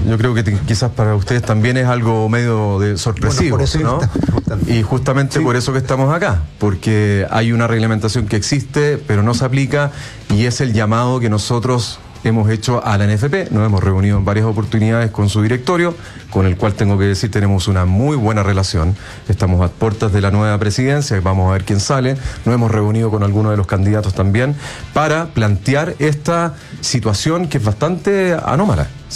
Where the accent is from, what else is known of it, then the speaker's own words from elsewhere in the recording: Chile; Somos todos chilenos. No hay ninguno extranjero. Somos 23 agentes FIFA chilenos.